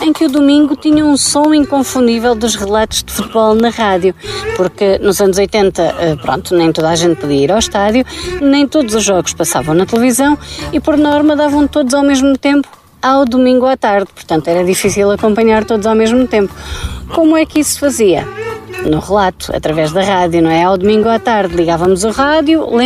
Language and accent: Portuguese; Portugal; No meu caso, no caso da minha terra, era uma carrinha da Gulbenkian, assim, alaranjada.